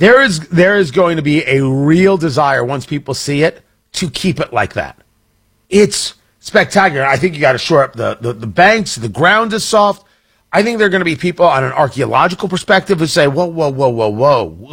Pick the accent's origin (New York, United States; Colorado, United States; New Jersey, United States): New Jersey, United States; Middletown; born or raised there